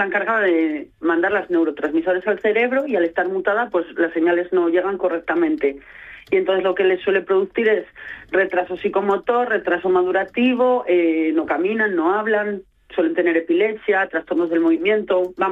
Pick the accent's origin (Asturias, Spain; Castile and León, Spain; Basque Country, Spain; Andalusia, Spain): Asturias, Spain; Gijón